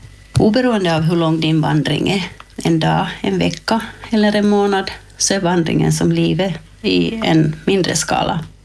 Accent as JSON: {"language": "Swedish", "town": "Kokkola", "region": "Ostrobothnia", "country": "Finland", "tie": "born or raised there", "said": "och den österbottniska delen av leden börjar faktiskt här i Karleby, som är min hemort."}